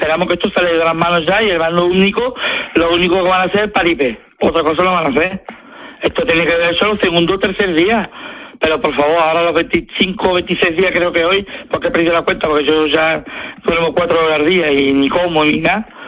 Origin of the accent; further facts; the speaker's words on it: Spain; Yo precisamente soy musulmán y soy español de nacimiento. O sea, soy cristiano de nacimiento, de padre y madre, perdón, porque español soy.